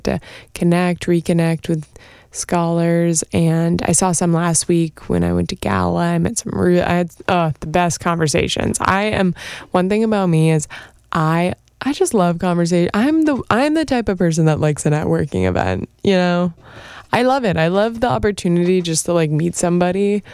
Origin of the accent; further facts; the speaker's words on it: Maine, United States; moved away; I'm from Maine